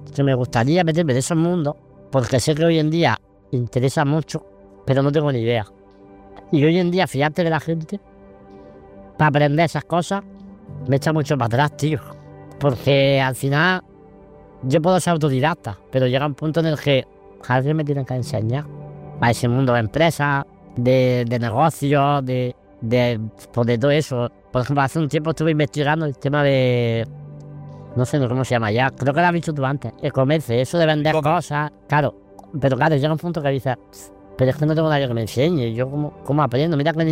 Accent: Almería, Andalusia, Spain; Yo por donde voy digo que soy almeriense, y yo con orgullo.

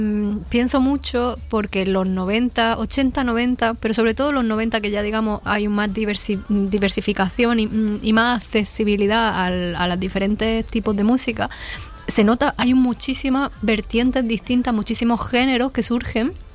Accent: El Ejido, Andalusia, Spain; Yo soy de Elegido, o sea, yo vivo en Elegido. Elegido es un pueblo, no es Almería, no es una ciudad.

